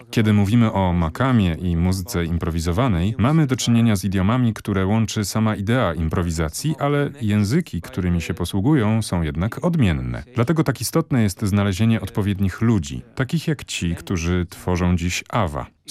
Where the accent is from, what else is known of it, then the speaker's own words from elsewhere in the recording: Apulia, Italy; moved away as an adult; now in Netherlands; Pochodzę jednak z Apulii, na południu Włoch, regionu stosunkowo jednorodnego kulturowo.